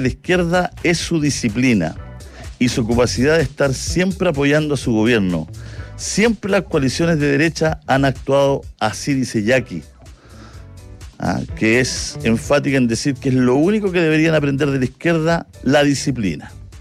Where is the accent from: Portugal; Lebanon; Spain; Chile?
Chile; ya que los únicos que perdemos siempre somos los chilenos.